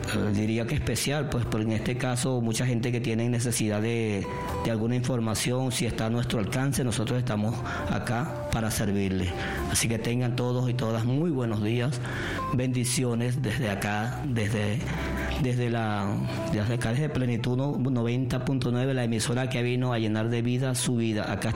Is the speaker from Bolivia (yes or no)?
no; Venezuela